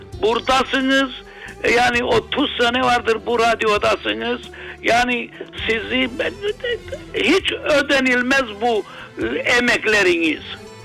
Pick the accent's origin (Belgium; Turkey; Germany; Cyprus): Cyprus; now in Australia; Köyümüzde ortaokul yoktu. Lazımdı iskeleye, Lefkoşa gidelim ya da Lemosuna.